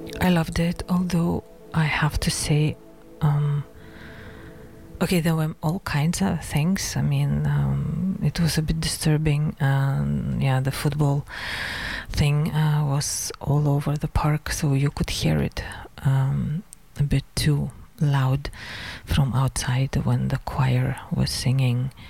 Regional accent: Lithuania; moved away; I was 11 years old, I think, when it happened, and I am from Lithuania, so Lithuania is pretty close, actually, to the location where it happened.

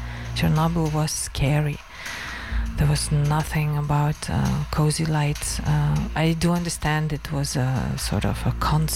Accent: Lithuania; moved away; I was 11 years old, I think, when it happened, and I am from Lithuania, so Lithuania is pretty close, actually, to the location where it happened.

